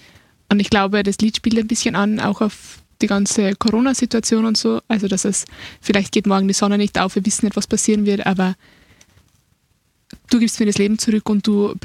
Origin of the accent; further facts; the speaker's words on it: Germany; accent: German; Ich habe sicher auch einen deutschen Akzent.